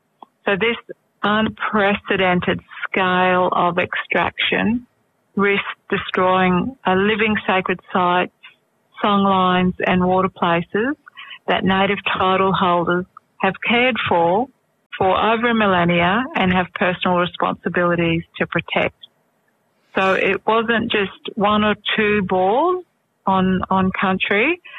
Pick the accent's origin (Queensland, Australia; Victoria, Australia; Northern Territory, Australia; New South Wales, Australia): Northern Territory, Australia; I'm from the Northern Territory. … from Southwest Katherine. So Northern Territory woman